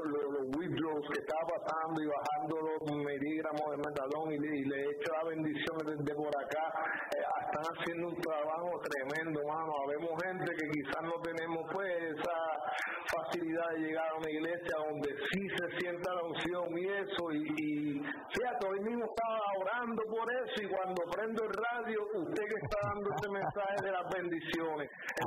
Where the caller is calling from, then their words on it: New York City, New York, United States; De Brooklyn.